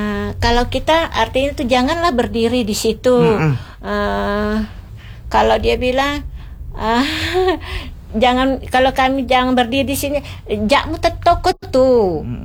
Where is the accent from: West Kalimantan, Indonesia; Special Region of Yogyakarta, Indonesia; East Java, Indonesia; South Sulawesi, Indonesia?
South Sulawesi, Indonesia; accent: Bugis; di tempatnya kampung saya itu Patiro Bajo. Siap. Bahasanya seperti ini, lurus, keras, tapi lembut lah.